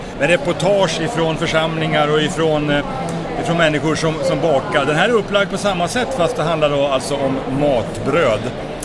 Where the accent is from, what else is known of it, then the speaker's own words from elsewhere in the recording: Gävle, Gävleborg County, Sweden; moved away as an adult; now in Karlstad, Sweden; Jag kommer ursprungligen från Gävle, men jag bor i Karlstad sedan 17 år tillbaka och jobbat med böcker i många år.